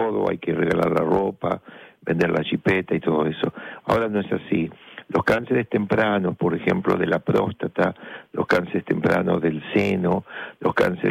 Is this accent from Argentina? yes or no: yes; La Plata, Buenos Aires Province, Argentina; moved away; allá en Argentina, cuando era chiquito, la tienda Sara, enfrente del ferrocarril Roca de la Plata, en la calle 1 y 42, donde jugaba yo con una piedrita y con mis primos y amigos, la vida esa linda de estudiantes de La Plata